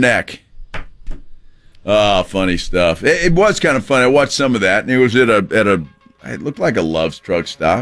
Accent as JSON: {"language": "English", "town": "Alice", "region": "Texas", "country": "United States", "said": "I'm from Alice, Texas, though, where men are men and sheep are scared."}